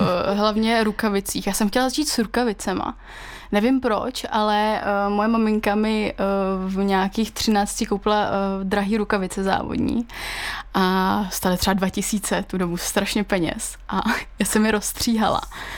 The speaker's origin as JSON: {"language": "Czech", "town": "Jilemnice", "region": "Liberec Region", "country": "Czechia", "said": "jsem z Krkonoš, takže tam to bylo úplně jasný, jsem z Jilemnice, to je samozřejmě kolébka nějakého lyžování"}